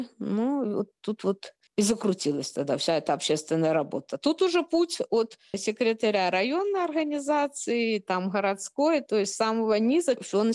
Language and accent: Russian; Shakhty, Rostov Oblast, Russia; born there; Я вообще родилась в Ростовской области, в городе Шахты.